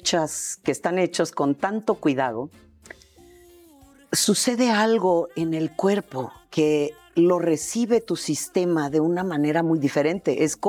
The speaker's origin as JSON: {"language": "Spanish", "country": "Mexico", "tie": "born or raised there", "said": "En mi pueblo la gente decía, hombre, la madre patria. Y yo decía, ¿cuál madre patria? Si esta es la madre patria aquí en México, ¿no?"}